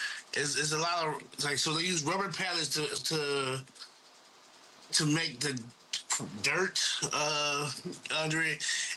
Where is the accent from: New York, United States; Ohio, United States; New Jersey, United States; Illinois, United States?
Ohio, United States